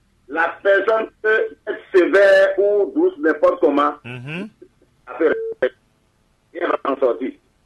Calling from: Savalou, Collines, Benin; je suis de Savalou.

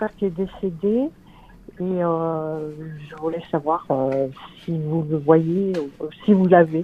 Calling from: Auvergne-Rhône-Alpes, France; D'Auvergne, à côté de Clermont-Ferrand.

